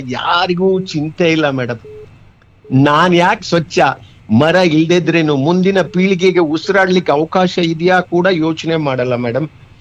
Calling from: Shivamogga, Karnataka, India; ನಮ್ಮ ಊರ್ನವರು ಮಲೆನಾಡವರು

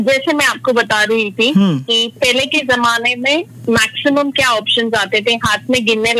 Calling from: Mumbai, Maharashtra, India; मैं अमची मुंबई से हूँ।

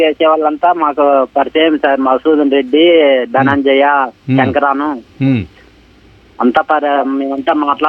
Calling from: Kodimi, Andhra Pradesh, India; మాది అనంతపురం జిల్లా కొడిమి నుంచి … మాట్లాడుతున్నా సార్.

